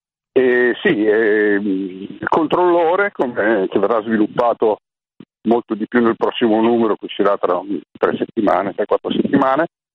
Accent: Milan, Lombardy, Italy; io sono di Milano

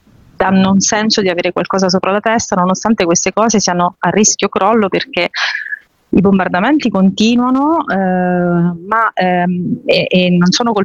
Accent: Marche, Italy; Io sono marchigiana, sono in un territorio che è abbastanza piegato dal terremoto e si dichiarano inagibili delle case dalle nostre parti che apparentemente sono integre

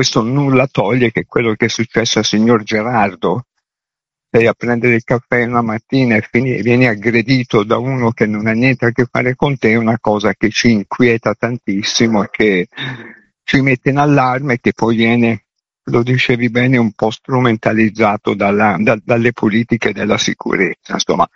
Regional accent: Milan, Lombardy, Italy; E dato che siamo milanesi

